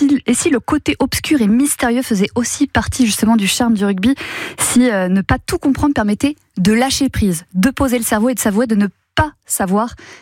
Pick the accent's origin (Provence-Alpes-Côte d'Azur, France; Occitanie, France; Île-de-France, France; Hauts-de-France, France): Occitanie, France; Toulouse; Surtout chez nous, à Toulouse